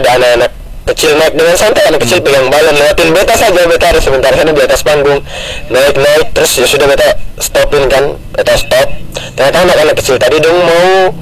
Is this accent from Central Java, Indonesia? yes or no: no; Buton, Southeast Sulawesi, Indonesia; misalnya kayak beta tuh dari Buton gitu-gitu kan.